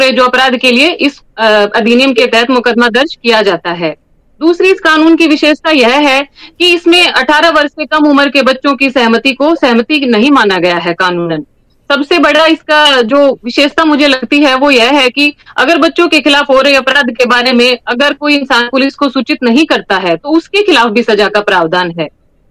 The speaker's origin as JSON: {"language": "Hindi", "town": "Bhiwani", "region": "Haryana", "country": "India", "tie": "born or raised there", "said": "महिला थाना SHO Charkhi Dadri posting हूँ फिलहाल, और मैं मूल निवासी भिवानी की हूँ"}